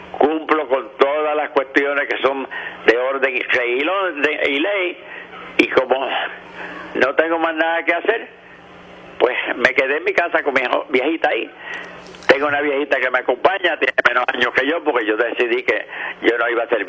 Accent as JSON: {"language": "Spanish", "region": "Corozal", "country": "Puerto Rico", "moved": "yes", "lives_now": "Mayagüez, Puerto Rico", "said": "yo soy un jíbaro de Cuchillas de Corozal."}